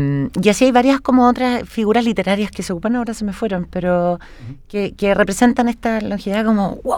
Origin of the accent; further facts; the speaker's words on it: Chile; somos chilenos que vivimos más años